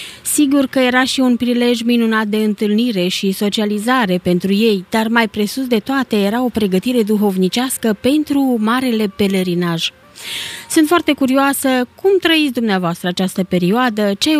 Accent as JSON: {"language": "Romanian", "town": "Chețiu", "region": "Bistrița-Năsăud", "country": "Romania", "tie": "born or raised there", "moved": "yes", "said": "satul meu natal, Chețiu, din județul Bistrița-Năsăud."}